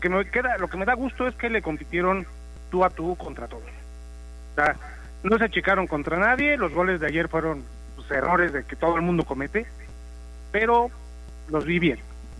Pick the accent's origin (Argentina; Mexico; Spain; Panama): Mexico; Ahualulco de Mercado, Jalisco; Yo soy de Agualulco de Mercado, un municipio que está cerca de Guadalajara.